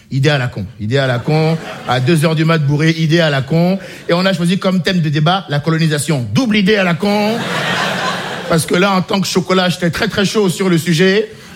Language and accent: French; Benin; born or raised there